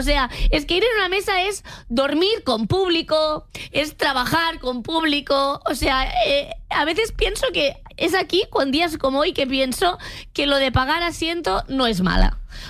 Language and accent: Spanish; Catalonia, Spain; y como persona catalana esto me